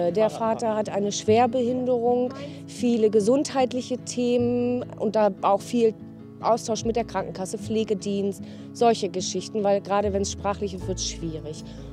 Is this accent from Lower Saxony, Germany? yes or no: no; Hamburg, Germany; Ich bin 42 Jahre alt. Ich komme aus Hamburg-Horn.